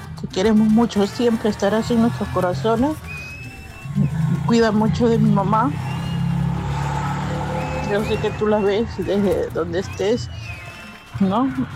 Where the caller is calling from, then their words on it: Pisco, Ica, Peru; Hablo de Pisco